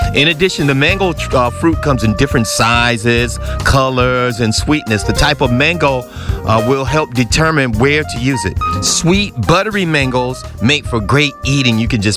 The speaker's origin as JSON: {"language": "English", "town": "Miami", "region": "Florida", "country": "United States", "tie": "born or raised there", "moved": "yes", "lives_now": "Orlando, United States", "said": "growing up in Miami, we used to eat the green mangoes, mango salad with just vinegar, salt, and pepper."}